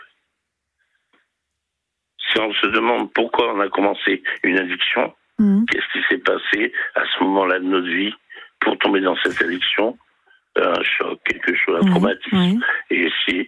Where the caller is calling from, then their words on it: Nantes, Pays de la Loire, France; je suis dans 44, à Nantes.